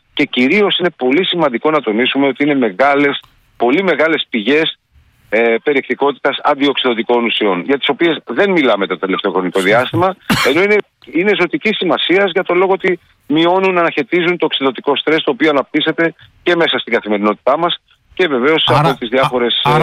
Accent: Greece; η πατρίδα μας, η Ελλάδα

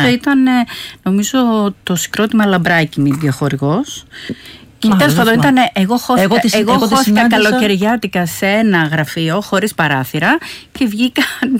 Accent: Athens, Attica, Greece; Είμαστε Βέρες Αθηναίες. Γεννήθηκαν και εδώ οι γονείς μας και οι μισοί παππούδες μας. Οι άλλοι μισοί ήρθαν από την Κωνσταντινούπολη.

